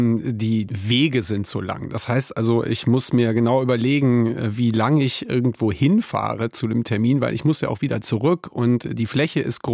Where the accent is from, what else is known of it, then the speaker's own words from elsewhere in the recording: Wesel, North Rhine-Westphalia, Germany; ich komme aus Wesel am Niederrhein